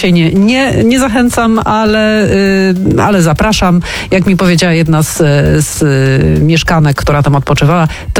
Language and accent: Polish; Katowice, Silesian Voivodeship, Poland; ja jestem lokalsem, jestem katowiczanką, mieszkam tu od zawsze